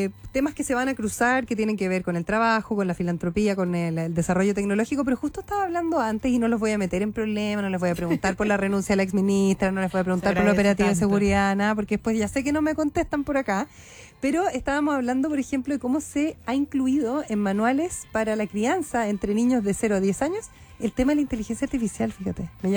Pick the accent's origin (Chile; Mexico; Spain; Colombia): Chile; Soy la única chilena en este panel